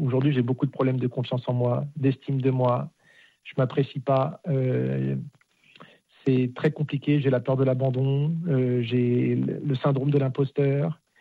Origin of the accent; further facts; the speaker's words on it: Nanterre, Île-de-France, France; Donc, de base, moi, j'étais de Nanterre, j'étais dans une cité. Donc, je suis arrivé à Rueil-Malmaison.